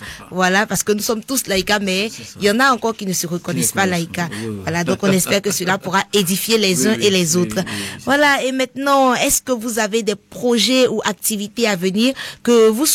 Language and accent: French; Côte d’Ivoire; Comme on le dit un peu chez nous en Côte d'Ivoire